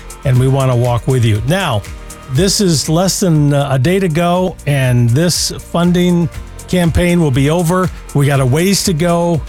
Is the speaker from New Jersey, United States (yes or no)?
no; Jackson, Michigan, United States; My area of hometown, where I grew up in Jackson.